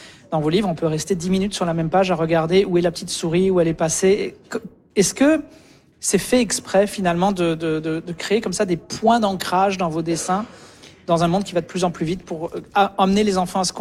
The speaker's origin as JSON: {"language": "French", "country": "France", "tie": "born or raised there", "moved": "yes", "said": "Même quand je vais en France visiter ma famille, eh ben, je trouve des livres de Marianne Dubuc dans ma ville natale."}